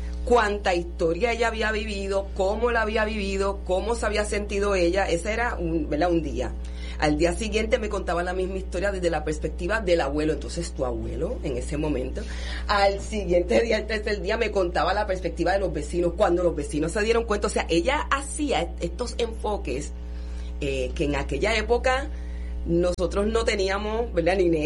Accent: Guaynabo, Puerto Rico; also born or lived in Cataño; como yo soy de Amelia, en ese barrio era que vivían mis abuelos.

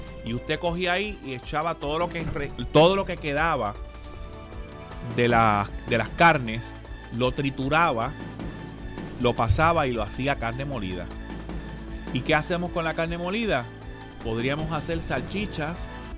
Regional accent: Quebradillas, Puerto Rico; allá en el oeste, yo vengo de Quebradilla

